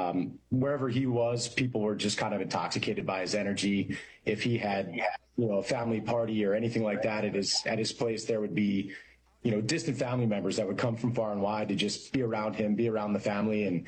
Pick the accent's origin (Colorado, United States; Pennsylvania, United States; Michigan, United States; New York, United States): Pennsylvania, United States; Malvern; born or raised there